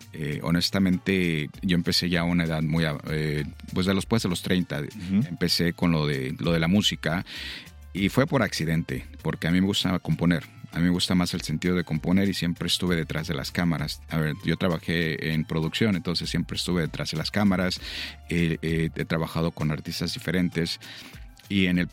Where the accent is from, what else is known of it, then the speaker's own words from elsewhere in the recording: Veracruz, Mexico; nosotros estamos expuestos a una gama inmensa de sonidos y ritmos en Veracruz, que es la salsa, la cumbia, pues también el mariachi, el ranchero, todo eso, crecimos con ello, ¿no?